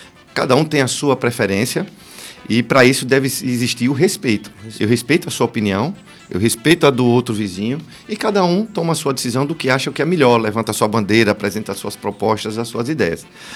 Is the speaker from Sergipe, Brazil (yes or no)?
yes; Lagarto, Sergipe, Brazil; não só para a minha terra Lagarto, mas para todo o estado de Sergipe